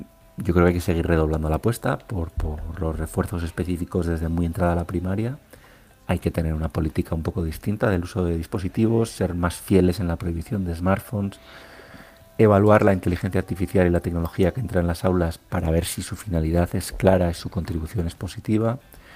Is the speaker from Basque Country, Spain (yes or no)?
yes; Bilbao, Basque Country, Spain; Yo soy de Bilbao